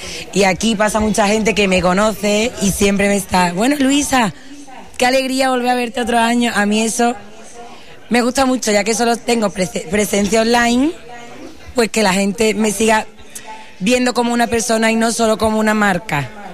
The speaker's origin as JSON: {"language": "Spanish", "town": "Constantina", "region": "Andalusia", "country": "Spain", "said": "soy de aquí y siempre apuesto por mi pueblo."}